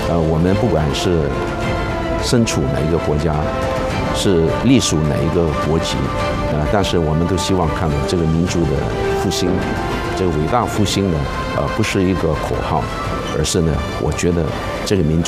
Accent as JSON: {"language": "Chinese", "country": "Malaysia", "tie": "born or raised there", "said": "因为我的情况呢，特殊的是因为我本身是海南人的这个第二代啊，土生第二代。"}